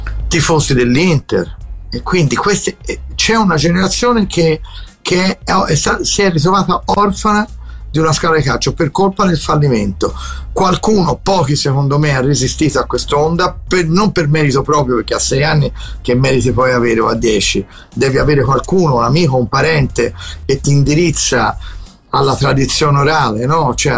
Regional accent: Florence, Tuscany, Italy; Cioè io da bambino, se andavo a Prato del Quercione o non vedevo maglia, o vedevo maglia della Fiorentina.

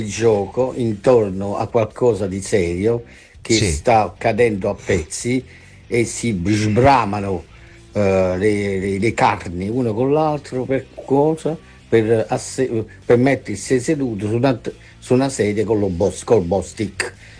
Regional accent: Cetara, Campania, Italy; now in Marseille, France; io sono d'origine campana, sono da Cetara, però vivo in Marsiglia.

